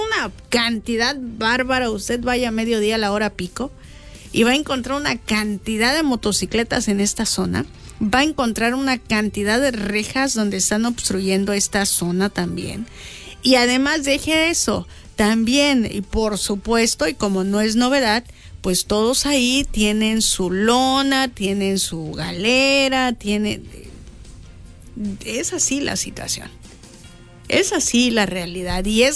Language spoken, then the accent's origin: Spanish; Mexico; como somos buenos mexicanos